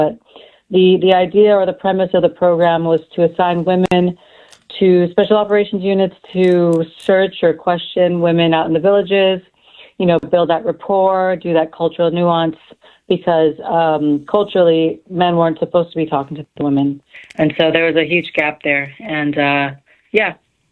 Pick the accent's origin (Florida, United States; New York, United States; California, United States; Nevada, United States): California, United States; also born or lived in Bahrain; So growing up in Bahrain and then eventually in California